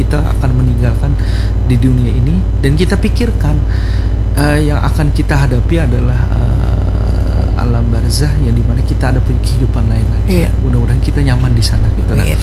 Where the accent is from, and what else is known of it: Banjar, South Kalimantan, Indonesia